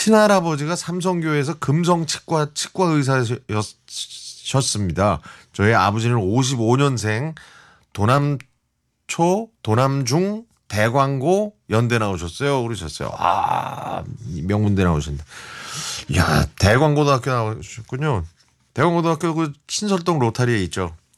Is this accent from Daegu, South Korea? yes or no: no; Seoul, South Korea; 저는 서울이 고향이니까 서울에서 계속 있어야 되니까